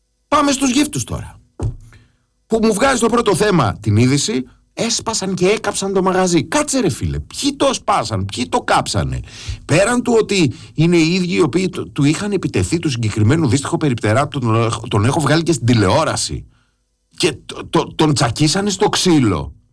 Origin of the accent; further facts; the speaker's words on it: Greece; Αυτό που έχουμε ζήσει εμείς, υποτίθεται γηγενείς λευκοί κανονικοί Έλληνες